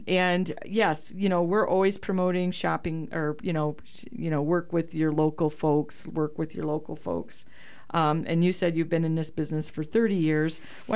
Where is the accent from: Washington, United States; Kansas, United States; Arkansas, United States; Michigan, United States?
Michigan, United States; moved away as an adult; I'm originally from Michigan.